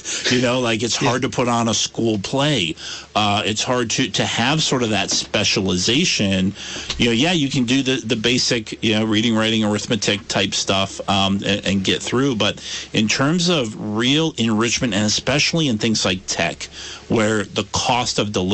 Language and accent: English; Brandon, Vermont, United States; I grew up in Brandon, and Brandon used to have its own high school for that town.